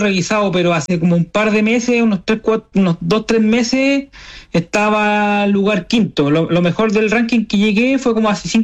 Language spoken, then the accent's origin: Spanish; Ovalle, Coquimbo, Chile; Claro, yo soy nacido y criado acá en Ovalle, mi familia toda es de acá, de la cuarta región